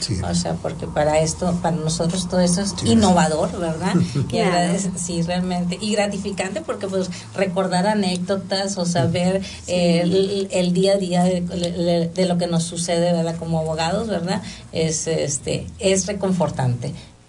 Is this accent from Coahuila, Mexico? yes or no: yes; Agujita, Coahuila, Mexico; moved away as an adult; also born or lived in Saltillo; Ustedes, pues gracias a Dios eran de la capital del estado, pero pues yo no, yo sí tuve que emigrar de Agujita, tuve que emigrar a Saltillo para poder estudiar mis 5 años en la universidad.